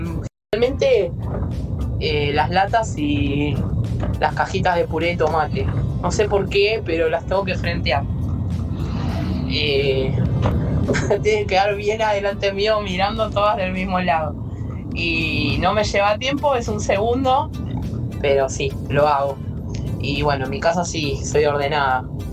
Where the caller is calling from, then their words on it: Lanús, Buenos Aires Province, Argentina; de Lanús.